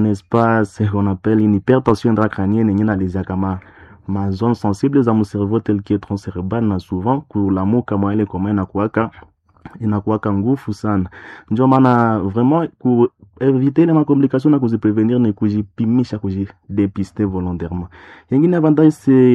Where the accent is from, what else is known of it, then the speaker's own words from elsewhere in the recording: DR Congo; chez nous, en RDC en particulier.